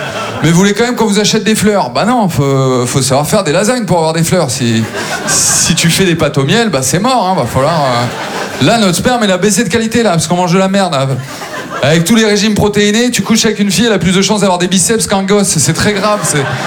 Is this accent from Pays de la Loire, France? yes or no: no; Maubeuge, Hauts-de-France, France; J'ai grandi à Maubeuge, c'est la 7e ville la plus pauvre de France, voilà, parce qu'ils ont fait un classement, les bâtards.